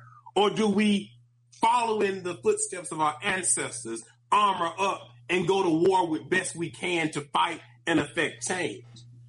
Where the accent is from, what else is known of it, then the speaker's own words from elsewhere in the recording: United States; as an American who study American politics